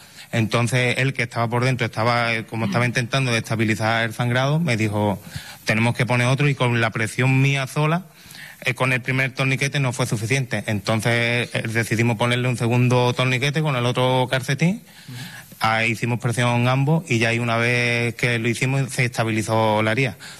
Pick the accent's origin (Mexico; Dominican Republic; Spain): Spain; Setenil de las Bodegas, Andalusia; moved away as an adult; now in Ceuta, Spain; Yo soy de CETENIS de la Bodega.